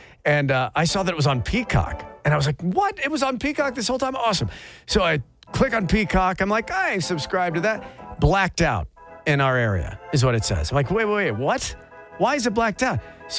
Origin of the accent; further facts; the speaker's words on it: Chicago, Illinois, United States; moved away as an adult; I'm a big Cubs fan because I'm from Chicago, moved down here 25 years ago.